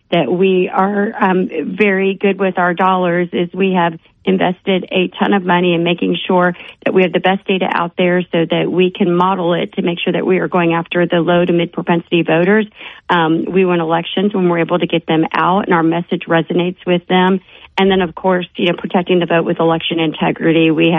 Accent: Kentucky, United States; We're in a similar situation where we have a U.S. Senate seat, and my home state is Kentucky, and a congressional seat that's open.

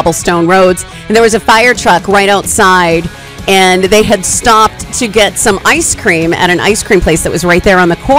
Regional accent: Maine, United States; We're both originally from Maine

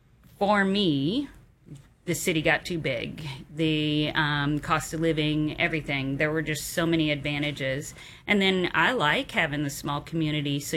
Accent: Mendota, Illinois, United States; also born or lived in Arlington, Illinois / Colorado Springs, Colorado; now in Woodward, United States; I grew up in a small town because I grew up in Mendota, Illinois and Arlington, Illinois. So not Arlington Heights, Arlington, okay. Population of maybe 250 and then 850 in Mendota.

